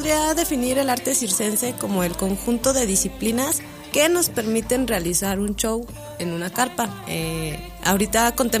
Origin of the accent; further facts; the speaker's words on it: Durango, Mexico; Mi compañero es de Culiacán y yo soy de aquí, de Durango.